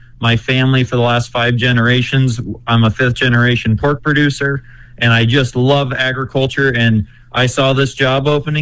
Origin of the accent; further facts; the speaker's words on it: Wisner, Nebraska, United States; So I grew up in Wisner, Nebraska on a livestock farm. We raised show pigs and poultry